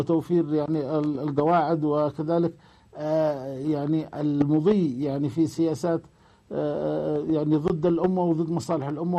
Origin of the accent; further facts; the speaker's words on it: Yemen; نحن كيمنيين